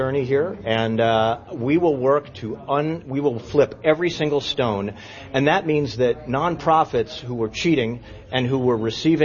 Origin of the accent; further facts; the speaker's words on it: Maine, United States; I grew up in Maine. Mercury in our lakes is wrong.